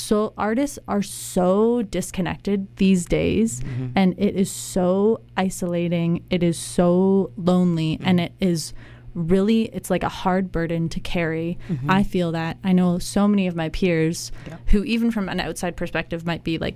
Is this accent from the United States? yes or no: no; Canada; as a Canadian